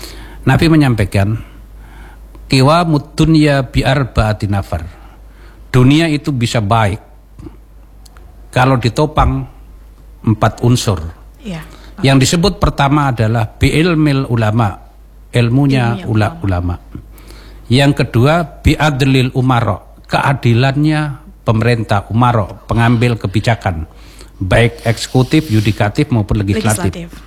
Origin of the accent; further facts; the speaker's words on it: Java, Indonesia; Saya ini orang Jawa tapi saya suka.